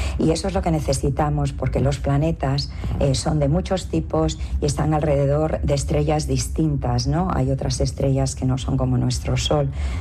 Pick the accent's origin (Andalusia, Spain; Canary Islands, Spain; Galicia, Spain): Galicia, Spain; moved away as an adult; now in Canada; mi familia está en España, bueno, sí. Y en Canadá, mis hijos. Y claro, España, yo vengo todos los años, me tira mucho, es donde nací, mi tierra gallega